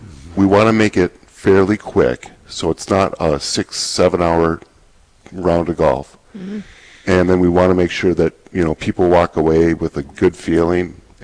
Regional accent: Bismarck, North Dakota, United States; Born and raised in Bismarck.

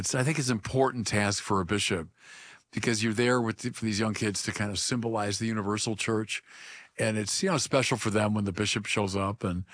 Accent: Illinois, United States; Yeah, well, he's from my home state of Illinois

